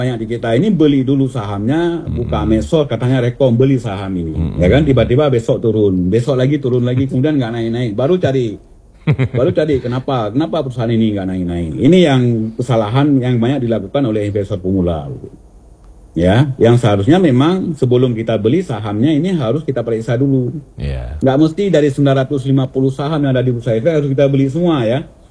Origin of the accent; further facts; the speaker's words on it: Banda Aceh, Aceh, Indonesia; pesan saya sebagai warga Banda Aceh